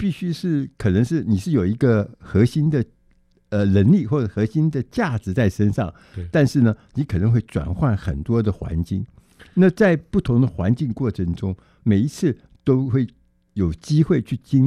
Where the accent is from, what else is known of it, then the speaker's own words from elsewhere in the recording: Taiwan; 其实就是这个游轮，其实对我们台湾人来讲，以前是陌生的嘛